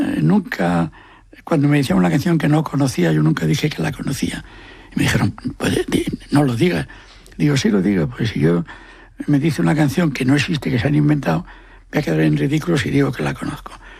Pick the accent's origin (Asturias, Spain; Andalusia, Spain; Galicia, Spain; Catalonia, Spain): Asturias, Spain; Como yo soy asturiano